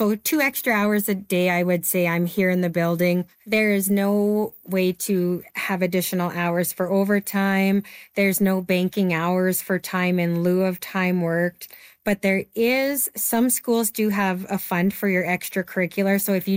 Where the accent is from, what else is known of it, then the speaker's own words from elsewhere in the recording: Lethbridge, Alberta, Canada; I am from Lethbridge, Alberta.